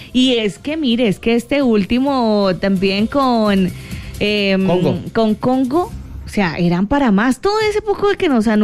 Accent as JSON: {"language": "Spanish", "country": "Colombia", "said": "como buenos colombianos, cuando nos ilusionamos con nuestra selección, llegan las caravanas"}